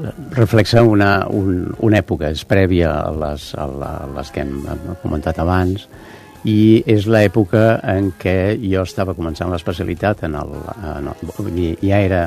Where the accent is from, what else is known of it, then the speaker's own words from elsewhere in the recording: Terrassa, Catalonia, Spain; moved away as an adult; now in Castelldefels, Spain; No, jo vaig néixer a Terrassa i des de fa molts anys visc a Castelldefels.